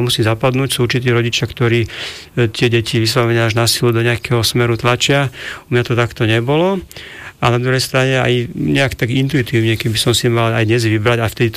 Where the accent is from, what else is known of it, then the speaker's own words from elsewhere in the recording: Trnava, Trnava Region, Slovakia; takže áno, som vlastne Trnavčan, žijem v Trnave a pendlujem medzi Pezinkom a Trnavou vlastne 24 rokov.